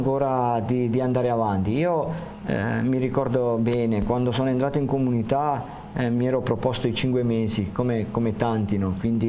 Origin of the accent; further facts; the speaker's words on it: Calabria, Italy; now in Loreto, Italy; io sono originario della Calabria, sono provincia di Cosenza.